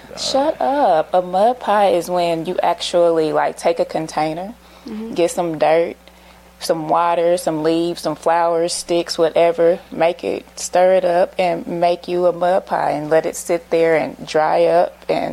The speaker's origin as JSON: {"language": "English", "town": "Kansas City", "region": "Kansas", "country": "United States", "tie": "born or raised there", "said": "Oh, I was born here in the Dot, of course, on 37th Street, as some people used to call the Trey Block."}